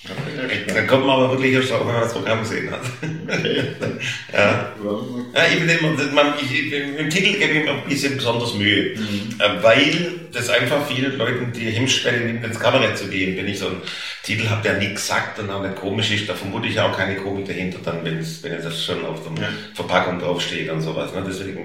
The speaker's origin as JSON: {"language": "German", "town": "Stuttgart", "region": "Baden-Württemberg", "country": "Germany", "accent": "Oxford Swabian"}